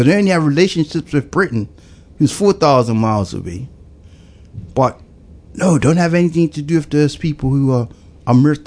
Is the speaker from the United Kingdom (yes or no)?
no; Bermuda; we as Black Bermudians have been indoctrinated like to say, no, we're just Bermudians.